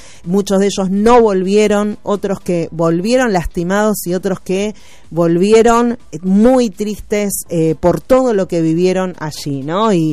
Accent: Argentina; Nosotros sabemos que en Argentina somos argentinos, orgullosos de eso, amamos nuestro país

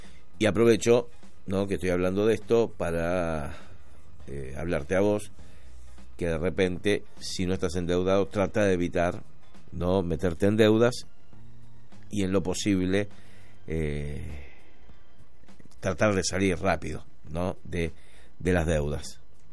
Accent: Argentina; nosotros tomamos, ¿no?, un poco como argentinos ese punto de referencia

